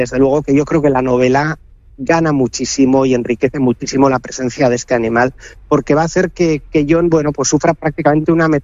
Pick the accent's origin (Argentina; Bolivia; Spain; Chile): Spain; San Sebastián, Basque Country; yo soy de Donosti